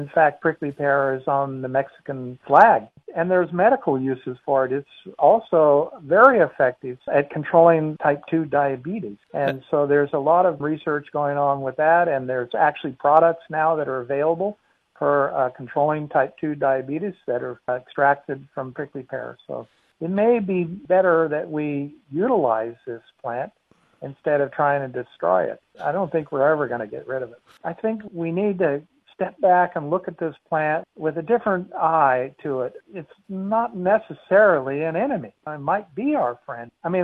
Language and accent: English; Australia; moved away as an adult; now in United States; as you can hear from my accent, I'm an American-born Australian, as I like to say, but living in America.